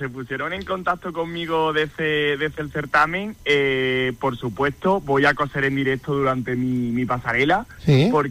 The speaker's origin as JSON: {"language": "Spanish", "region": "Andalusia", "country": "Spain", "moved": "as an adult", "lives_now": "Madrid, Spain", "said": "soy un chico del Valle de los Pedroches, que se fue hace 13 años a Madrid"}